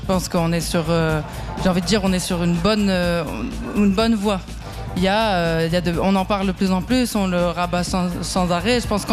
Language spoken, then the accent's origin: French; Morocco; also born or lived in Switzerland; now in Lille, France; Moi, je viens de du Maroc